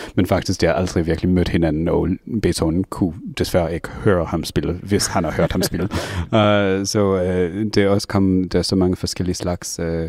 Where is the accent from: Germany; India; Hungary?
Hungary; Danish is a second language; now in New Jersey, United States; jeg kommer fra Ungarn, og min mormors mor, jeg ved ikke, hvordan man siger det på dansk